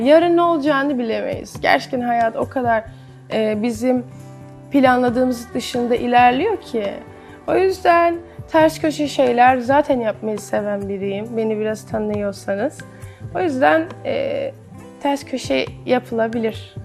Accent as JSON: {"language": "Turkish", "region": "Ankara", "country": "Turkey", "tie": "born or raised there", "said": "Ben Ankaralıyım ve bu yani Türkiye topraklarında büyüdüğüm için de içimde her eskiden biraz mevcut."}